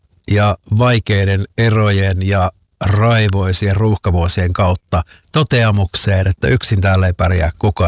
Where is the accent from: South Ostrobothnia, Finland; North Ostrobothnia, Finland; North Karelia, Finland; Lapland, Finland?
North Karelia, Finland; Joensuu; also born or lived in Helsinki / Espoo; now in Turku, Finland; Mä oon siis Joensuusta lähtöisin sieltä Helsinkiin, sieltä Espoossa ja nyt Turkuun